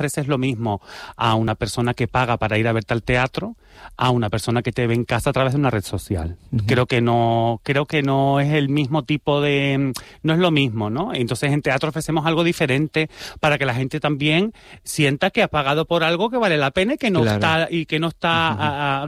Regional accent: San Juan de la Rambla, Canary Islands, Spain; born or raised there

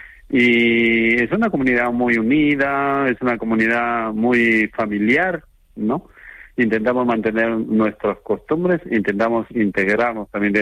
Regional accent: Trujillo, La Libertad, Peru; moved away as an adult; now in Tenerife, Spain; Yo soy de una ciudad al norte de Perú. Les sonará bastante el nombre. Se llama Trujillo. Está situada en la costa norte, a 525 kilómetros de la capital.

